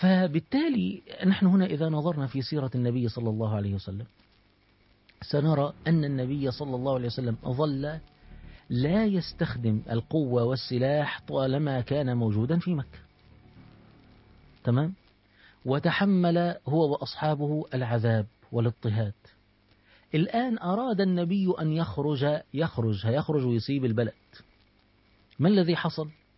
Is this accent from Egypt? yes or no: yes; Egypt; احنا عندنا في مصر